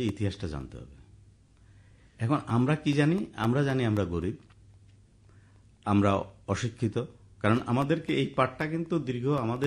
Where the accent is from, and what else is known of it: India